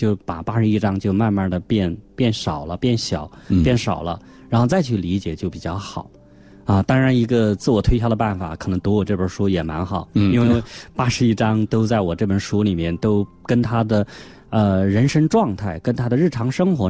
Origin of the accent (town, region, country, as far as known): China